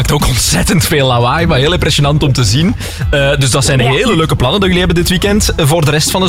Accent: Flanders, Belgium; Ja, dus ik ben West-Vlaming

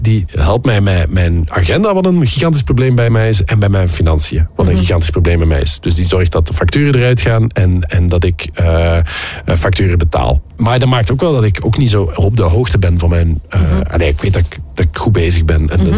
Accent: Netherlands; Ja, wij zijn Nederlanders, hè, dus wij zijn van nature best wel... wij zijn wel spaarzaam opgevoed.

